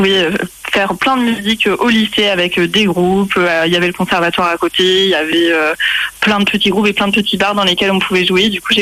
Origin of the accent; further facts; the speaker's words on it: Rouen, Normandy, France; je viens de Rouen, en Normandie.